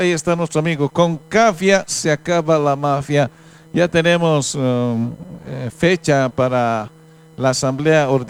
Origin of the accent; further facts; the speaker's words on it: Potosí, Bolivia; now in Montero, Bolivia; Él es potosino del sur, yo soy potosino del norte, de Ayagua, Norte Potosí.